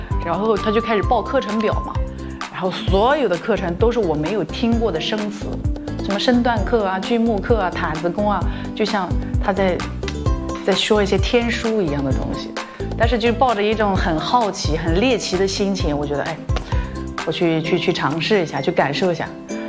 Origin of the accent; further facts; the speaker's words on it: Lu'an, Anhui, China; 但在我们老家陆安的发音呢，五云和五银其实是一样的。